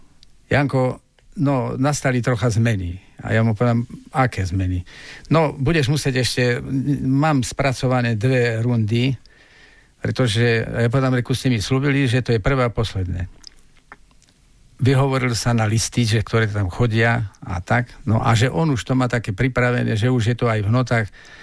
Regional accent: Telgárt, Banská Bystrica Region, Slovakia

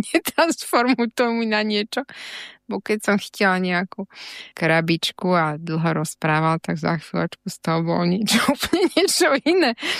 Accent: Bratislava, Bratislava Region, Slovakia; born there; No, narodila som sa v Bratislave. Aj moji rodičia pochádzajú z Bratislavy.

